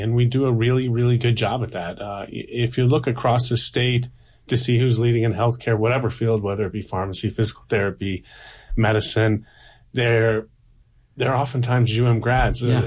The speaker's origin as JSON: {"language": "English", "region": "Utah", "country": "United States", "tie": "born there", "also_born_or_lived": "St. Louis, Missouri", "moved": "yes", "said": "a couple of years after birth, we moved to Utah, where he served out as a pediatrician in rural Utah."}